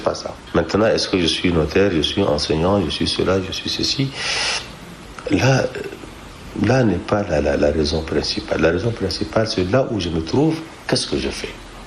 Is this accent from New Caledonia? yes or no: no; Chad